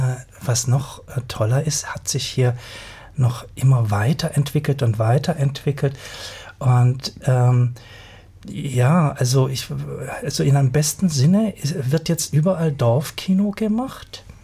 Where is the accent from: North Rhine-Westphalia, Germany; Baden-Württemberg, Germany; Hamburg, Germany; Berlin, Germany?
Baden-Württemberg, Germany; Ist mir eigentlich schon in Freiburg begegnet. Ich komme da aus dem Musterländle.